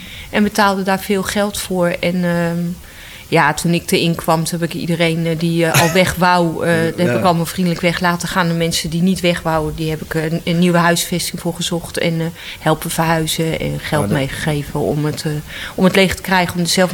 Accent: Utrecht, Netherlands; born there; Ja, ik ben op de Oude Gracht geboren.

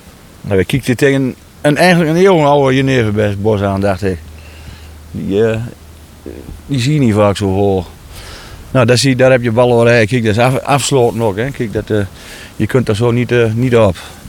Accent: Drenthe, Netherlands; Ik ben ook nooit uit Drenthe weggegaan.

